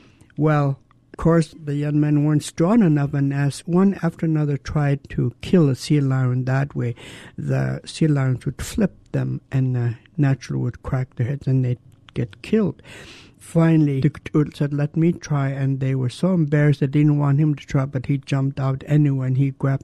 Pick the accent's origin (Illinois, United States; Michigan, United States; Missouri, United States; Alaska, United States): Alaska, United States; Douglas; I was born and raised in Douglas. I belong to the Raven Moiety. I come from the Whale House in Tlokwan, which is a Kanaktede house.